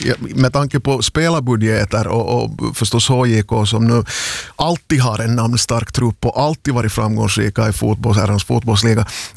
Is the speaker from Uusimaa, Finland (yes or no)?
no; Vaasa, Ostrobothnia, Finland; jag förstås som Vasabo